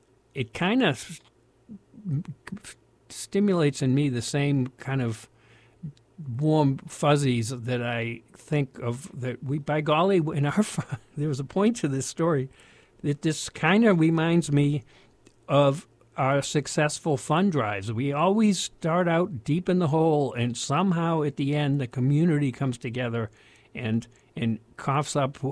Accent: Boston, Massachusetts, United States; moved away as an adult; my self image as a Bostonian. You know, I left when I was 20, never to return, but it's who I am.

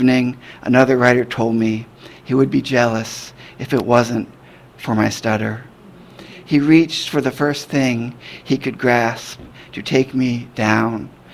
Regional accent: Cleveland, Ohio, United States; Cleveland, my hometown. Chadbourne, the street I grew up on.

